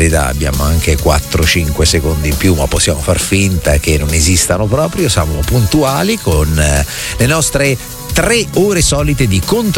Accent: Rome, Lazio, Italy; born there; perché io sono romano, io sono romana. ok? Sono nata a Roma.

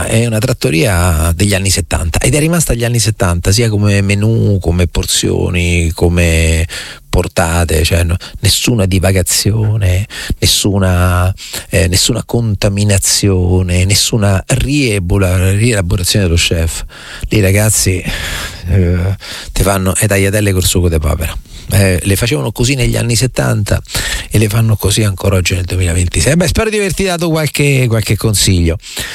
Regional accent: Recanati, Marche, Italy; Recanati perché è il mio paese

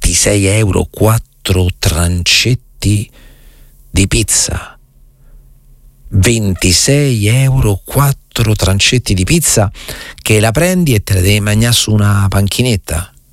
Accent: Rome, Lazio, Italy; guardando la mia carta d'identità neanche sono romano di nascita, comunque romano c'ero solamente io

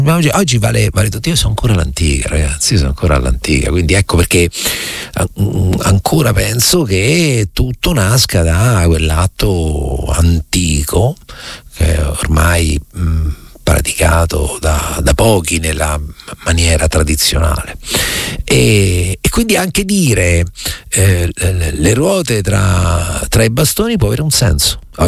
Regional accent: Recanati, Marche, Italy; born there; sarà che sono nato a Leopardi, Reganati, sarà che so gobbo anche calcisticamente parlando come Leopardi

